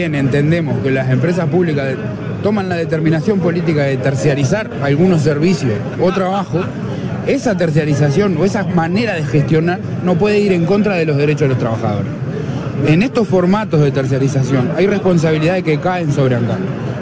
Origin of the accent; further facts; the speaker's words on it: Uruguay; somos trabajadores del ente y somos uruguayos.